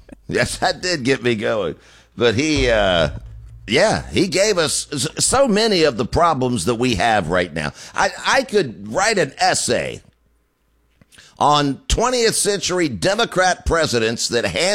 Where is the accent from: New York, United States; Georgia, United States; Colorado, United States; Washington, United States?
Georgia, United States; moved away; I was only seven. And that is the first time when he won, and I'm from Georgia